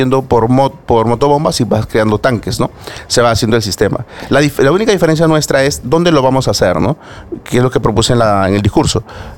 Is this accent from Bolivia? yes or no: no; Lima, Peru; Yo vengo de Villasalor